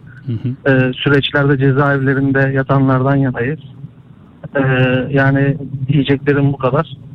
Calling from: Istanbul, Turkey; İstanbul Fatih Çapa'dan arıyorum size.

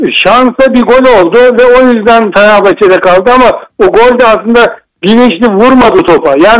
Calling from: Istanbul, Turkey; Ben İstanbul'dan arıyorum.

